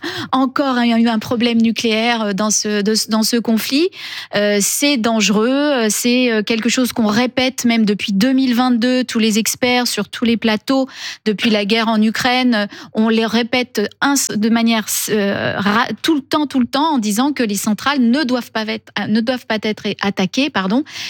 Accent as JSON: {"language": "French", "country": "France", "said": "c'est un REP, c'est-à-dire un réacteur à eau pressurisée aussi, hein, comme chez nous en France."}